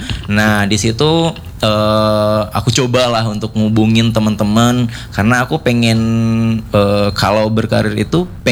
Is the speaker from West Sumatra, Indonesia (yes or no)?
yes; Payakumbuh, West Sumatra, Indonesia; now in Bandung, Indonesia; Nah, aku kan asalnya Payakumbuh. Nah, di situ aku wisuda, balik lagi ke Bandung